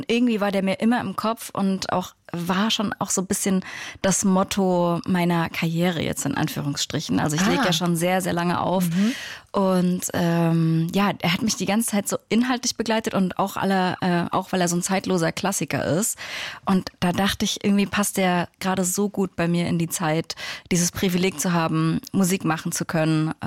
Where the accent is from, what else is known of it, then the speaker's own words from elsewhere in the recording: Leipzig, Saxony, Germany; ja so 89 geboren und habe mich sehr zeitig mit Musik beschäftigt. Aber das kam erstmal über meine Eltern. Wir kommen aus Leipzig